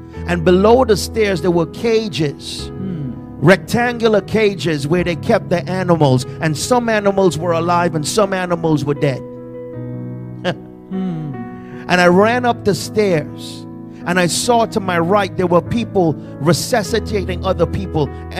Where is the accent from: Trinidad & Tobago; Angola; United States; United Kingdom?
Trinidad & Tobago; moved away; I told you that we're from Trinidad, so, you know, we drive through the hills and could watch the oceans.